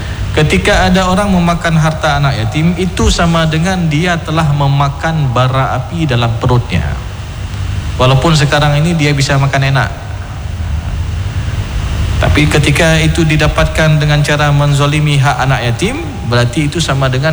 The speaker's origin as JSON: {"language": "Indonesian", "region": "Aceh", "country": "Indonesia", "said": "dalam istilah kita Aceh"}